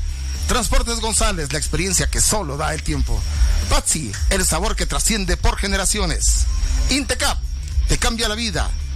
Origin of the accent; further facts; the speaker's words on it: Cobán, Alta Verapaz, Guatemala; aquí, en mi tierra, aquí en Cobán